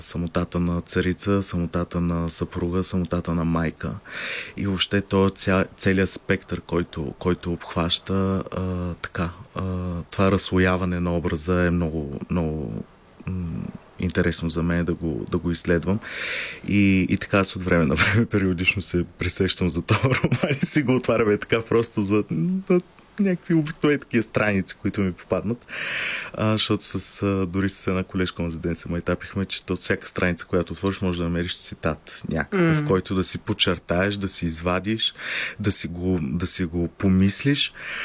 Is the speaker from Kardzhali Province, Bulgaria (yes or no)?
no; Varna, Varna Province, Bulgaria; съм от Варна, аз съм от този край